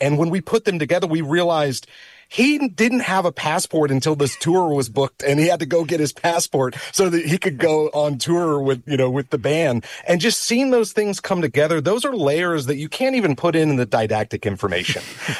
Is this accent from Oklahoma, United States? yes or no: yes; Tulsa, Oklahoma, United States; I grew up in Tulsa, Oklahoma, very much, you know, an aerospace state.